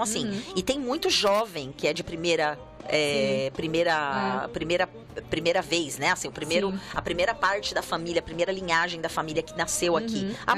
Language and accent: Portuguese; Brazil; moved away; Ah, eu sou brasileira.